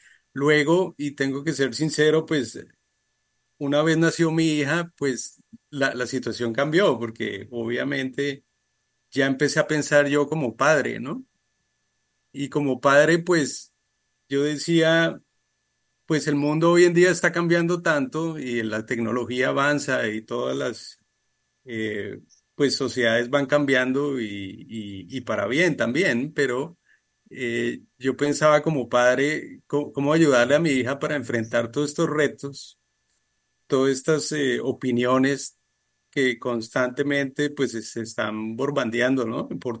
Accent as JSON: {"language": "Spanish", "country": "Colombia", "tie": "born or raised there", "said": "Yo pues nací en Colombia y crecí allí pues toda la vida hasta la universidad y..."}